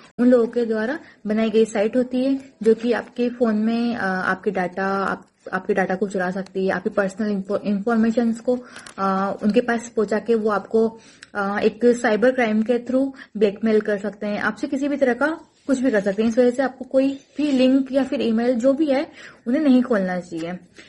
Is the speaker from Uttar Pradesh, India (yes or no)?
no; Rajasthan, India; मैं भवरगढ़ 12 राजस्थान से हूँ।